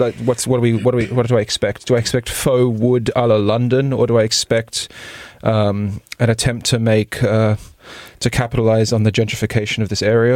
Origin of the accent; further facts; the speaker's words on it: Australia; moved away; I come from Australia